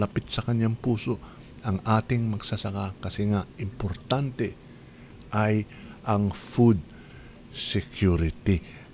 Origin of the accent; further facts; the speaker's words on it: Central Luzon, Philippines; Nako, ito yung probinsya ko ito, so malapit din sa aking puso ito.